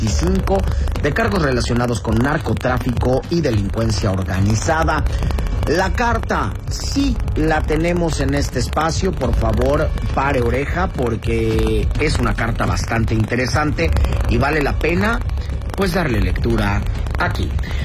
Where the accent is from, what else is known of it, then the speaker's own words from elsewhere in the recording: Mexico; Soy ciudadano mexicano, reconozco que mi país también tiene un interés legítimo